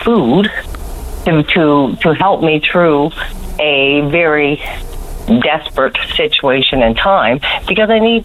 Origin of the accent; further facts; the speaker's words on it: Newfoundland and Labrador, Canada; I'm not from St. John's. I moved here in May 2025, okay, from another area or whatnot.